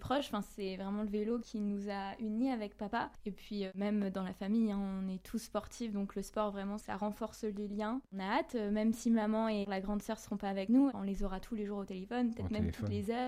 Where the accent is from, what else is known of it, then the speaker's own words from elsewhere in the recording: France; born there; Je suis née en France mais c'est vrai que la Moldavie, j'y vais tous les étés en fait depuis que je suis petite